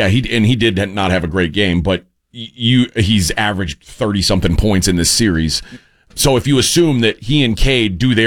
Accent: New York City, New York, United States; I've been a Spurs fan since the Admiral. I was born and raised in New York City.

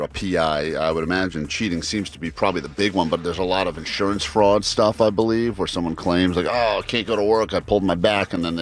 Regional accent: Tennessee, United States; born there; I was born in Tennessee

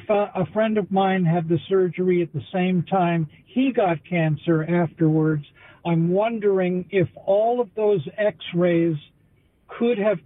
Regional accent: Los Angeles, California, United States; I grew up in Los Angeles.

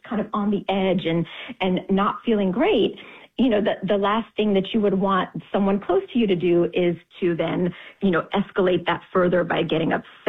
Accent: Tennessee, United States; born or raised there

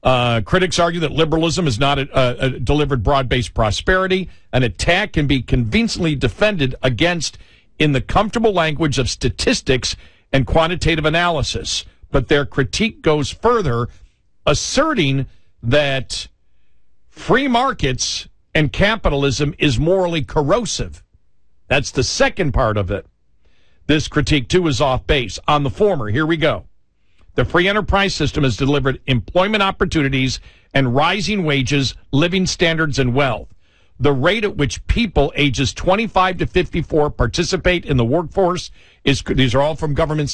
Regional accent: Buffalo, New York, United States; that's the weirdest thing growing up in Buffalo, that I, somebody who grew up in Buffalo

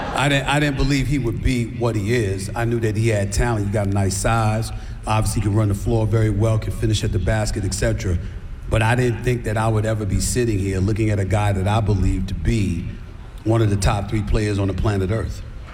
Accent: New York, United States; I'm born and raised in New York.

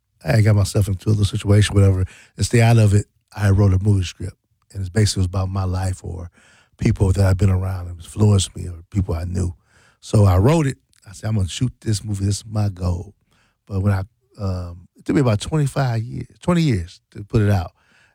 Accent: Milwaukee, Wisconsin, United States; So I come from 19th and Locust, born and raised in Milwaukee.

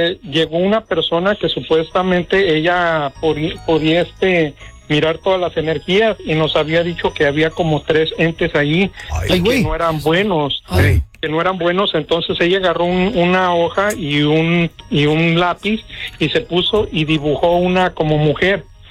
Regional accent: Mexico; now in United States; cuando nosotros llegamos de México para acá, para Estados Unidos, llegamos a un lugar que se llama Gurnee, Illinois.

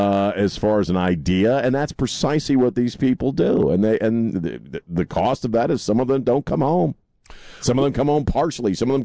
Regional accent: Arlington, Virginia, United States; I grew up around Arlington and spent a lot of time going there over the, you know, as a kid and on field trips and stuff like that.

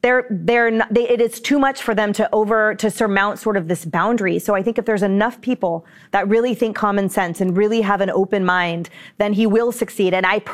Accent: California, United States; You know, you guys know we come from Northern California.

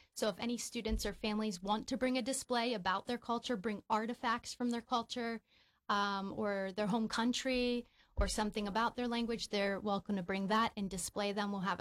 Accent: East Coast, United States; now in Midwest, United States; coming from somewhere outside of the Midwest, where I grew up on the East Coast

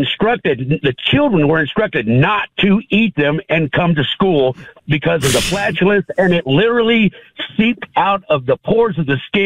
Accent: Texas, United States; now in Asheville, United States; No, I grew up in Texas.

